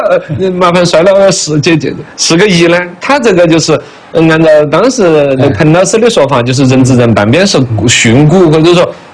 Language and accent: Chinese; Sichuan, China; 你像我们四川话嘛，北方语系嘛，整体它的难度要小一点嘛。